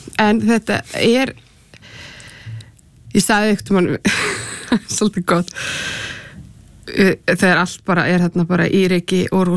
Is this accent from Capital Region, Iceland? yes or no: yes; Capital Region, Iceland; En ég ólst upp á Bergþórgötunni